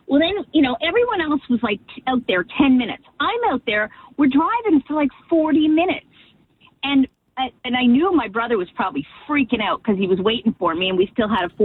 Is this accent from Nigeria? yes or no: no; Quebec, Canada; now in Mount Laurel, United States; So I grew up in Canada